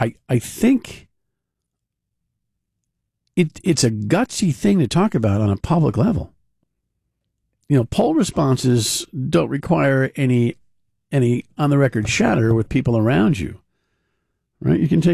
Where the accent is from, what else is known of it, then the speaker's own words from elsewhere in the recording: New York, United States; also born or lived in New Jersey; Listen, I've never bought Donald Trump's act from the time I was growing up in New York and New Jersey to the time to today.